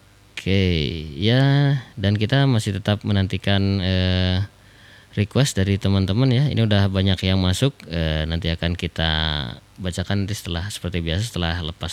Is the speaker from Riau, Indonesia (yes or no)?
no; Bandung, West Java, Indonesia; kita orang Bandung